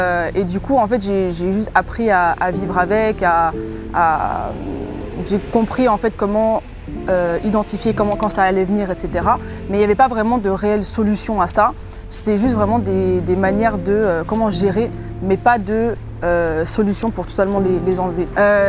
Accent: England, United Kingdom; also born or lived in Switzerland; J'ai grandi un peu en Angleterre, un peu en Suisse.

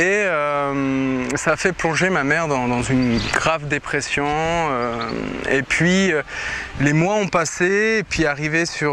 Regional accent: Mauvière, Centre-Val de Loire, France; je suis originaire du centre de la France, dans un petit village qui s'appelle Mauvière, dans le Berry.

